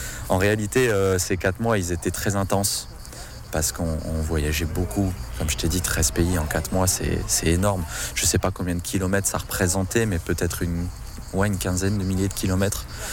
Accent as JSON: {"language": "French", "town": "Toulon", "region": "Provence-Alpes-Côte d'Azur", "country": "France", "moved": "yes", "said": "On vient de Toulon tous les deux"}